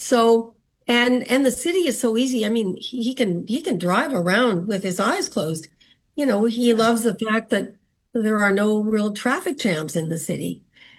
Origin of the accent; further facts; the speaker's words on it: Winnipeg, Manitoba, Canada; moved away; Growing up in Montreal and growing up in Winnipeg are probably at the opposite ends of the spectrum.